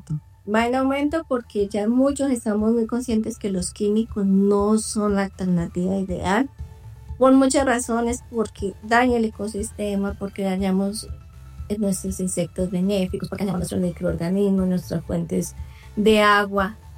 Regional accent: Cúcuta, Norte de Santander, Colombia; Yo estudié en la Universidad Francisco de Paula Santander en Cúcuta, soy cucuteña.

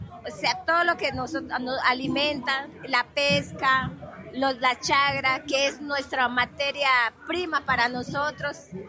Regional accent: Leticia, Amazonas, Colombia; vengo del resguardo indígena de San Sebastián de los Lagos, netamente leticiana, amazonense

